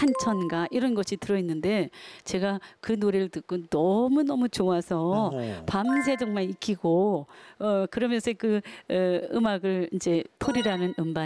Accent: Ganghwa, Incheon, South Korea; 지금 인천광역시 강화군 양사면 인화리인데요.

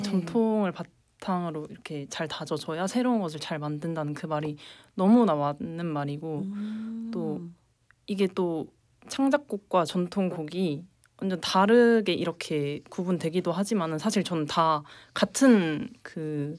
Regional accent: Namwon, North Jeolla, South Korea; also born or lived in Jeonju; now in Gwangju, South Korea; 제가 어쨌든 남원에서 자라서 네. 전주에서 고등학교를 나오고 대학교를 지금 광주로 왔는데

